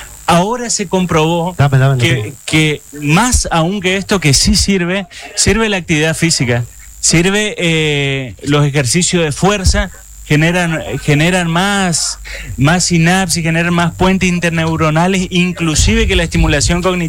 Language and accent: Spanish; San Roque, Corrientes, Argentina; Y acá encima lo veo a San Roque, mi pueblo natal, que le mando un saludo a todos los sanroqueños